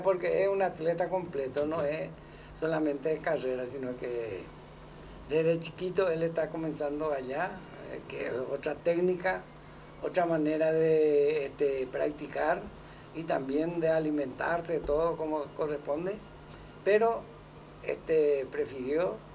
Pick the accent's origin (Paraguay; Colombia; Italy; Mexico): Paraguay